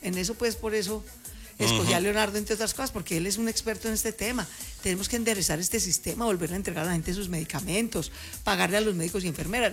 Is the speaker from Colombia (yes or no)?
yes; Colombia; Pero somos colombianos que, además de creer en el cambio y en la reforma social, también creen que la seguridad es un derecho